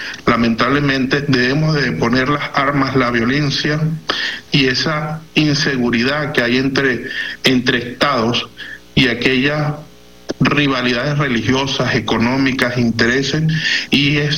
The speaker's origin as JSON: {"language": "Spanish", "country": "Venezuela", "said": "De verdad que eso expresa la calidad humana que somos como venezolanos, como pueblo, la conciencia."}